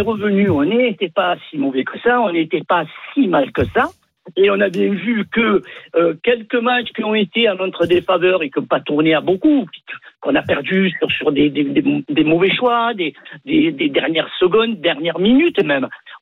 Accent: Marseille, Provence-Alpes-Côte d'Azur, France; connaissant Marseille depuis 65 ans, on va dire, puisque je suis natif de Marseille

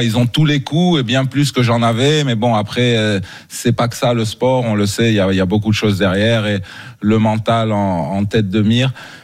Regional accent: Rabat, Rabat-Salé-Kénitra, Morocco; moved away as an adult; also born or lived in Barcelona; Moi, j'ai grandi à Rabat.

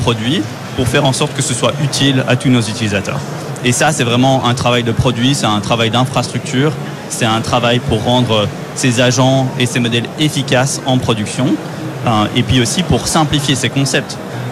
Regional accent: Brussels, Belgium; moved away as an adult; now in San Francisco, United States; D'origine, oui. Et maintenant, voilà. Je vis aux États-Unis, ça fait 2 ans, à San Francisco.

